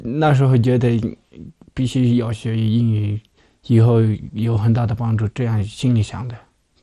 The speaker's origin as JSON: {"language": "Chinese", "area": "Sog County", "region": "Tibet", "country": "China", "tie": "born or raised there", "said": "今年22岁，我来自西藏纳曲索县，我是喜马拉雅登山向导学校的第14批学员。我从小在牧区长大"}